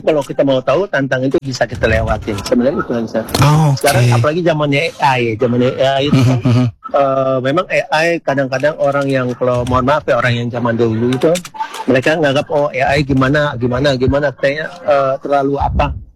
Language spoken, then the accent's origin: Indonesian; Manado, North Sulawesi, Indonesia; Iya, betul. Kita dari Manado.